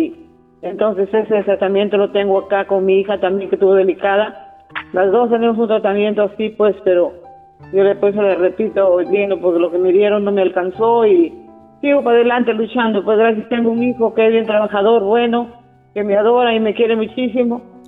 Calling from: Chiclayo, Lambayeque, Peru; En Chiclayo, Lina.

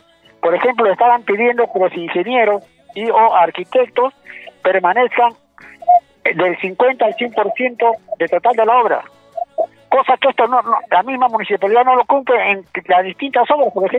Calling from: Chimbote, Ancash, Peru; Estoy llamando de Chimbote

